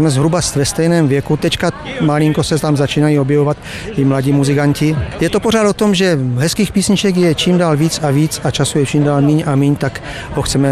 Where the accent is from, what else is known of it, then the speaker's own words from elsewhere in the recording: Zlín Region, Czechia; Protože my jsme Valaši, jo